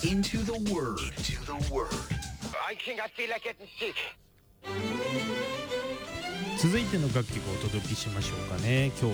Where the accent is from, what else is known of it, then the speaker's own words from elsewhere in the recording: Ibaraki, Japan; で我らが茨城ですよ、もう俺の地元ね、隣に事務所はあっけど、俺の地元は鹿島アントラーズなわけだ。